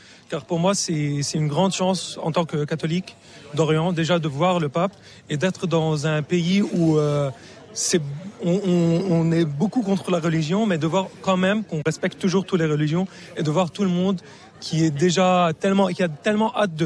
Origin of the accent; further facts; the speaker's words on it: Lebanon; now in France; En fait, je suis libanais, je viens du Liban, mais j'ai pas eu la chance d'être au Liban l'année dernière pour l'accueillir.